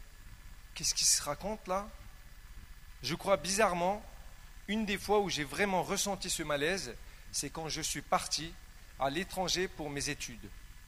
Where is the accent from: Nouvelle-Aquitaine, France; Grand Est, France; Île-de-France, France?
Île-de-France, France; Versailles; also born or lived in Algiers, Algeria; now in Paris, France; J'ai passé une partie de mon enfance à Alger, puis j'ai grandi à Versailles.